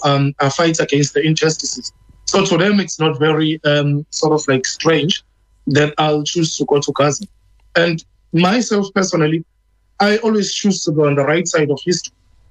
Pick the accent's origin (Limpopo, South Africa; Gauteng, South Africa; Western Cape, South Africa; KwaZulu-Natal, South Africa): KwaZulu-Natal, South Africa